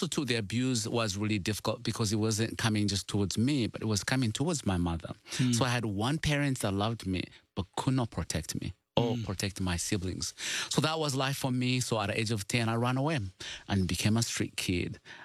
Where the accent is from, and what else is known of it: Uganda; born or raised there